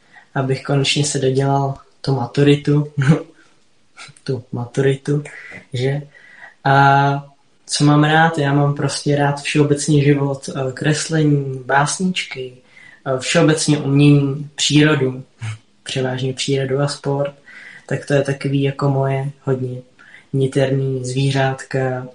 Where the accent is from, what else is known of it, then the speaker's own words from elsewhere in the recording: České Budějovice, South Bohemian Region, Czechia; Tak já jsem z Českých Budějovic.